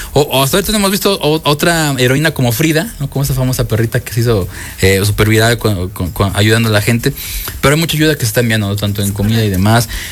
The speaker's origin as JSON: {"language": "Spanish", "country": "Mexico", "said": "porque como mexicanos somos muy hermanos de muchos países, menos de Ecuador. pero fuera de eso, los mexicanos hemos pasado por muchos terremotos, ¿no?"}